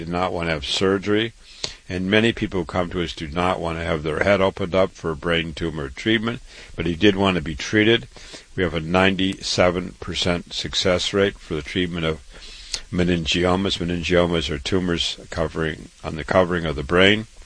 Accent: Waterloo, Iowa, United States; born or raised there

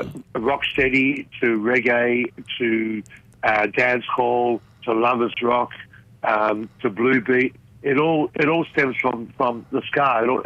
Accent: Malta; We've done an album called Limestone together, because we're both from Malta, and Malta being, of limestone.

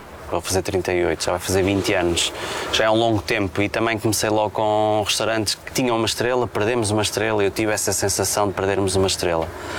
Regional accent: Porto, Portugal; Sim, eu sou do norte, nasci no Porto, que é completamente o inverso, enquanto o Algarve é o sul, o norte é o Porto. Vivi, trabalhei lá, estudei lá.

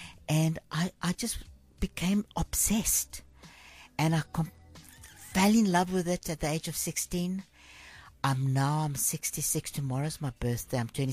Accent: South Africa; my father was an Italian chef. He, bless his spirit, he lives in Italy still. I was born in South Africa. But hence the name … But I grew up here. I feel South African, very connected to this place.

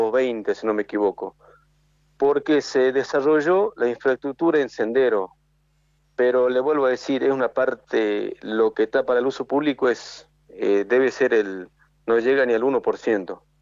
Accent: Los Toldos, Salta, Argentina; tengo la suerte de ser de acá del lugar. Soy del Perú Toldo.

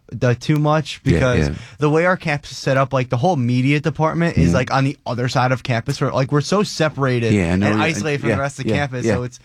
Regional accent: Mahwah, New Jersey, United States

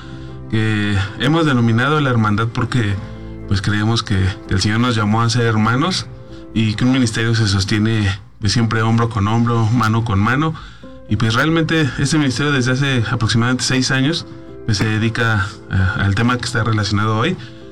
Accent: State of Mexico, Mexico; bien lo dice Iván, venimos del oriente del Estado de México

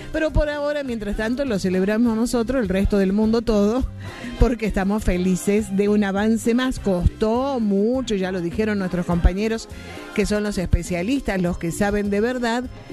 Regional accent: Argentina

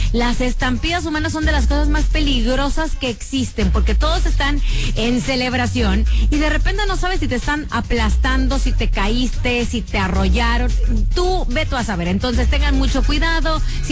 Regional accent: Mexico; Que lo que estamos viviendo como mexicanos no esté manchado, no esté manchado por la tragedia.

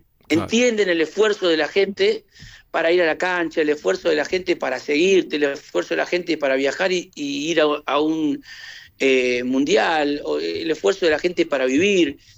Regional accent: Argentina; cómo somos los argentinos. Los argentinos somos gente de una economía muy endeble, muy complicada

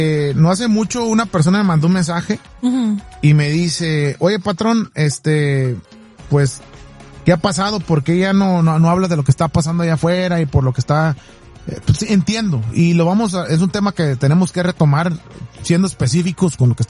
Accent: Mexico; Y somos de México, orgullosamente mexicanos.

